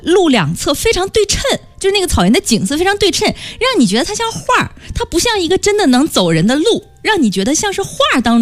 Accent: Inner Mongolia, China; now in Beijing, China; 我家是东部区的

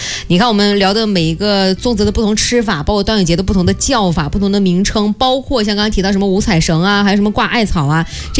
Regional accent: China; 我们中国人

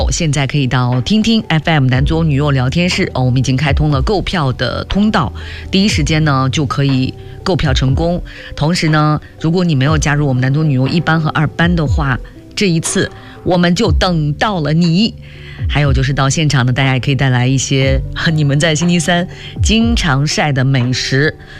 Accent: Northeast China, China

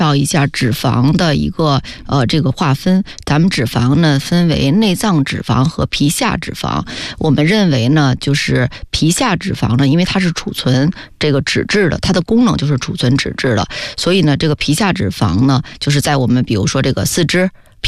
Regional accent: China; 咱们中国人

